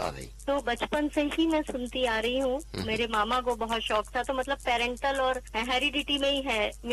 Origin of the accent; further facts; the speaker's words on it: Vidisha, Madhya Pradesh, India; moved away as an adult; now in Jabalpur, India; अभी जबलपुर में हूँ। मेरा होम टाउन वैसे विदिशा है।